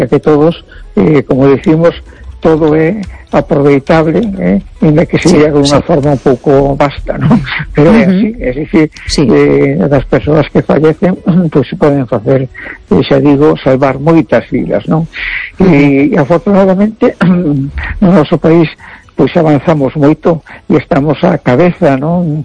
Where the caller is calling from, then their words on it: A Coruña, Galicia, Spain; de La Coruña.